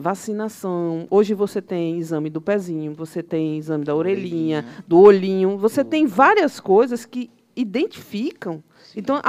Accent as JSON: {"language": "Portuguese", "town": "Juazeiro", "region": "Bahia", "country": "Brazil", "moved": "yes", "said": "eu sou de Juazeiro, entendeu? Juazeiro é sertão."}